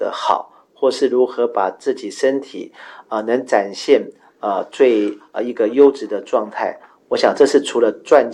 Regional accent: Taiwan

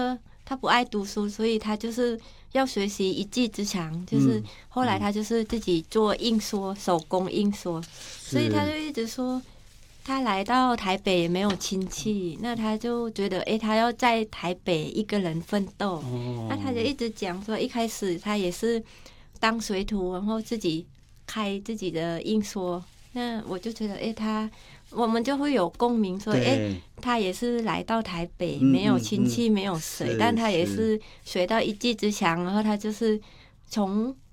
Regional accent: Thailand; moved away as an adult; now in Taiwan; 在泰国那时候也是，因为我家没有那么多钱，所以我从小就比较辛苦

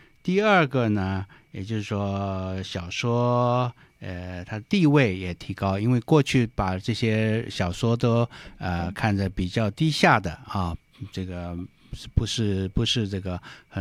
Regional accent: Fujian, China; 因为我的老家在福建呢

